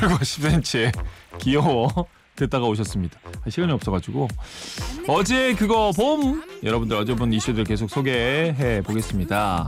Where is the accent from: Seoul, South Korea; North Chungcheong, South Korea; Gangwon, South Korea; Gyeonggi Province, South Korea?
North Chungcheong, South Korea; Cheongju; 청주 사람으로서 기분 좋은 소식 전해드립니다.